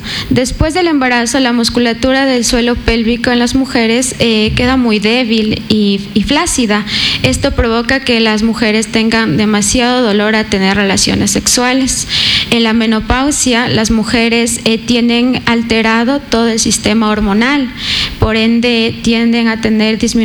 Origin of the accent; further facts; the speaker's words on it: Latacunga, Cotopaxi, Ecuador; Yo soy de la Tacunga